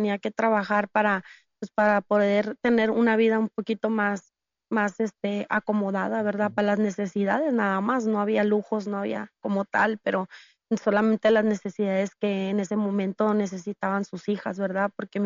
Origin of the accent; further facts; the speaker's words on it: San Nicolás de los Garza, Nuevo León, Mexico; soy de aquí de Monterrey, Nuevo León. Vivimos en toda mi adolescencia y mi infancia, lo vivimos en San Nicolás de los Garza.